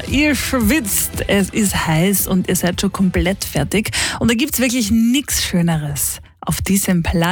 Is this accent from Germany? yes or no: no; Austria; Und eins muss man sagen, da sind wir Österreicher schon wirklich sehr verwöhnt.